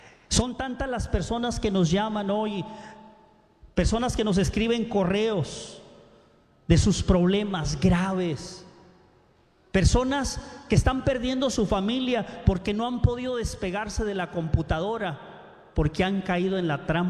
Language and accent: Spanish; Mexico; los que somos de México